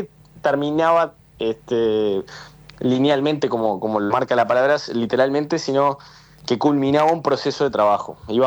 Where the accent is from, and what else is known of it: Uruguay